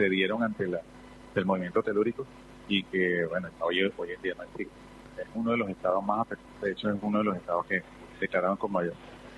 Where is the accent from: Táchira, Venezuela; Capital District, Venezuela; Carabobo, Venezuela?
Capital District, Venezuela; Caracas; De verdad que soy de Caracas